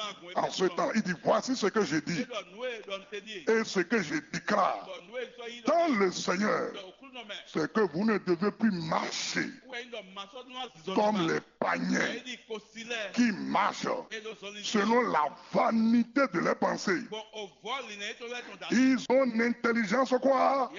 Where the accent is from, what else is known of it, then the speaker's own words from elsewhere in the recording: Benin; En tant que Béninois